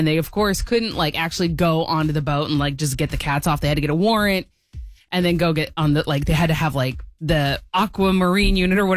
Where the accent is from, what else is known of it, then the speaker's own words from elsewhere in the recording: Tacoma, Washington, United States; moved away; my hometown is once again in the news nationally for a ghost ship full of kitty cats that just appeared in Tacoma, Washington.